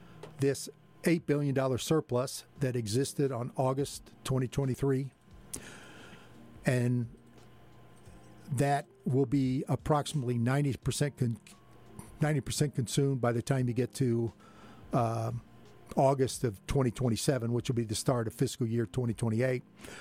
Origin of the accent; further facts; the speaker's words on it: Salem, Missouri, United States; my hometown of Salem